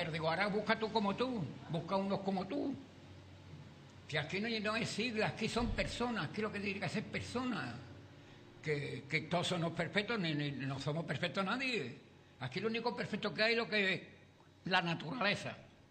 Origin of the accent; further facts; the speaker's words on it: Andalusia, Spain; Como buen andaluz que soy